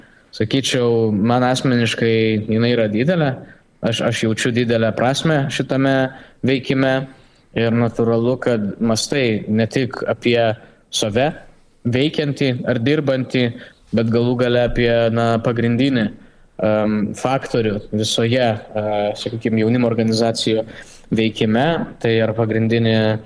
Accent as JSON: {"language": "Lithuanian", "town": "Vilnius", "region": "Vilnius County", "country": "Lithuania", "said": "Aš vilnietis esu"}